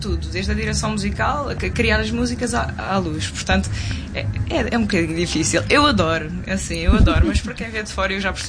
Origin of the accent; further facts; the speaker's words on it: Madeira, Portugal; sabes que eu sou madeirense, também.